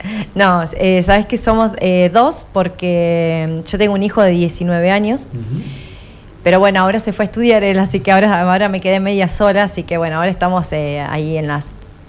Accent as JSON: {"language": "Spanish", "region": "Neuquén", "country": "Argentina", "moved": "as an adult", "lives_now": "San Martín de los Andes, Argentina", "said": "en mi ciudad de donde soy, que soy de Neuquén Capital. Cuando me vine a vivir acá a San Martín, bueno, esto es una aldeita"}